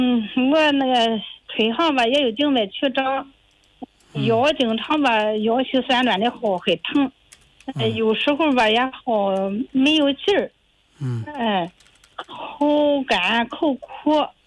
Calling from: Jinan, Shandong, China; 我是济南的。

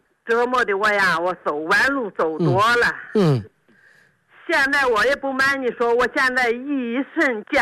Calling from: Handan, Hebei, China; 我是邯郸的。

